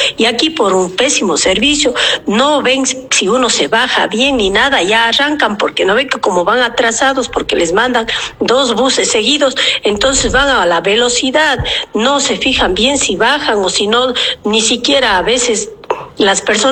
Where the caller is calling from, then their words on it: Ecuador; yo vivo en Las Orquídeas y tomo todos los días ese bus.